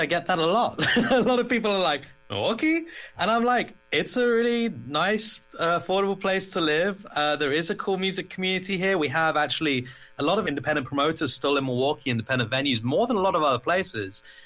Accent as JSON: {"language": "English", "town": "Canterbury", "region": "South East England", "country": "United Kingdom", "tie": "born or raised there", "said": "when I grew up in Canterbury, like, there wasn't much. That's a tiny, tiny, antiquated, it's not even really a city."}